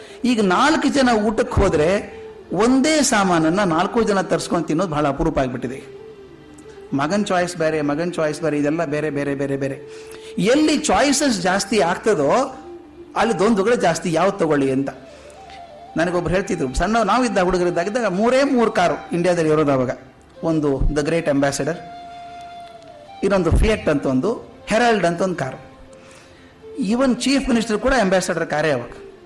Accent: Bijapur district, Karnataka, India; ನಾನು ಬಿಜಾಪುರ ಜಿಲ್ಲೆಯಲ್ಲಿ ಬೆಳೆದವನು

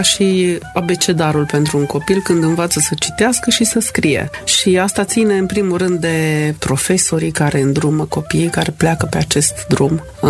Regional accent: Sebeș, Alba County, Romania; born there; also born or lived in Dumbrava, near Turda; eu sunt din Sebeș, am crescut, am fost la liceu de muzică

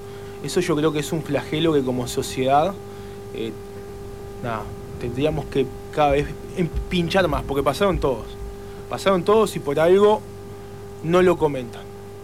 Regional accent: Uruguay

